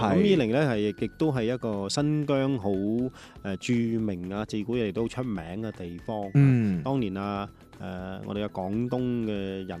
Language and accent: Cantonese; Guangdong, China; 同我哋廣東人